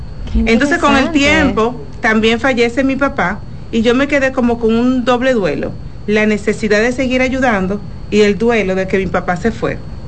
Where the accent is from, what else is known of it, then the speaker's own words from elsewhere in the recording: Dominican Republic; moved away as an adult; also born or lived in Pennsylvania, United States; yo soy dominicana y emigré a los Estados Unidos cuando tenía 25 años. Es decir, que viví gran parte de mi vida aquí con la calidez dominicana, la alegría dominicana, ya lo sabes. Entonces llego a los Estados Unidos, a una ciudad pequeña en Pensilvania